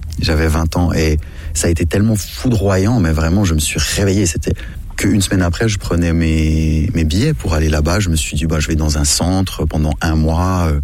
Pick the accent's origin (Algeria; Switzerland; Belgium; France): Switzerland; born there; je suis né en Suisse. Ma famille, ils sont quasiment tous des entrepreneurs suisses